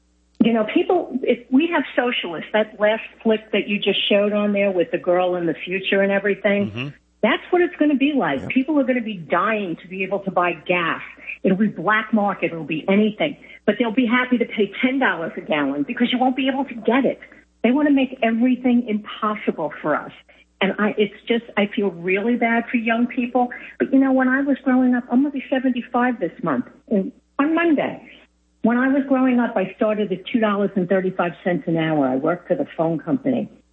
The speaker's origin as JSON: {"language": "English", "region": "New York", "country": "United States", "moved": "yes", "lives_now": "Florida Panhandle, United States", "said": "I'm originally from New York, and I live now in the Emerald Coast, the panhandle of Florida, for the past 23 years."}